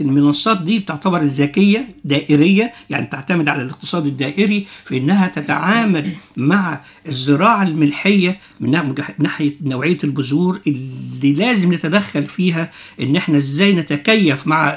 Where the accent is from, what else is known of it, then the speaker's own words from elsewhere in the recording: Egypt; احنا عندنا في مصر عندنا مشكلة طبعا زيادة سكانية رهيبة